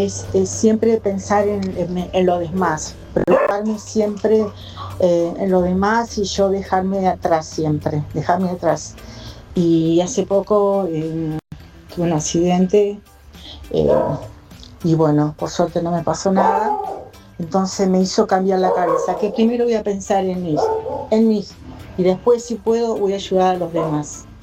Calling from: Florencio Varela, Buenos Aires Province, Argentina; de Florencio Varela, fiel oyente.

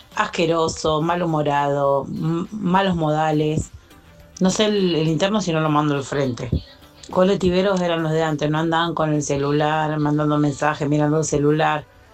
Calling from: González Catán, Buenos Aires Province, Argentina; Yo vivo en González Catán

